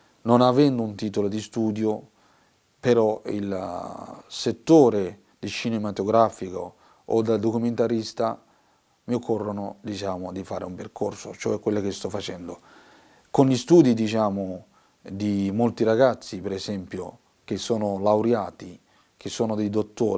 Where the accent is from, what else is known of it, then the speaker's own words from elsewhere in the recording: Mogadishu, Banaadir, Somalia; Italian is a second language; moved away as an adult; now in Italy; Mogadiscio, per motivi, diciamo, di guerra e mancanza di rispetto dei giornalisti, ho dovuto lasciare il mio paese. Quando sono arrivato qui in Italia